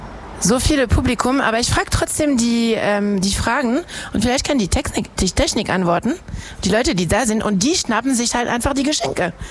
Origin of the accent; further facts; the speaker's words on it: Harz, Germany; Wir sind eigentlich aus dem Harz, das ist klar, ja, aber wir sind nicht nur aus dem Harz